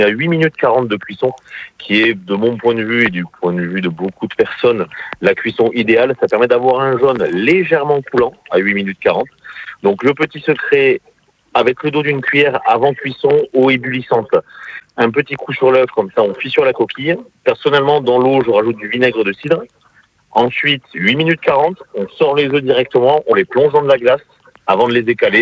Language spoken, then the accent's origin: French; South-West France, France; moved away; moi, je suis originaire du Sud-Ouest.